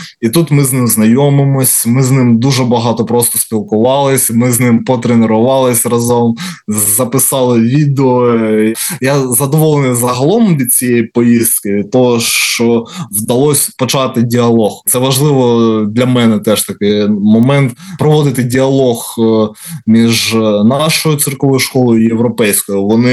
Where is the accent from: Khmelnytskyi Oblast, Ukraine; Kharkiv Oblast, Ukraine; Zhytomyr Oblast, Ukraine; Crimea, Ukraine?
Kharkiv Oblast, Ukraine; Kharkiv; Ось я з Харкова, у нас є циркова студія